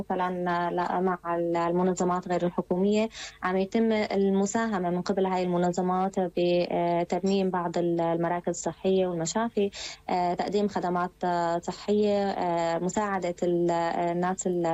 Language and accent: Arabic; Syria; اللي كلياتنا نطمح فيه كسوريين،